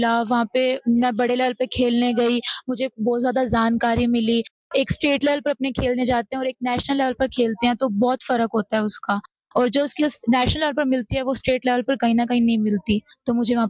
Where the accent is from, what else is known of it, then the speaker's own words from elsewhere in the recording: Sri Ganganagar, Rajasthan, India; और मैं श्री गंगानगर राजस्थान से हूँ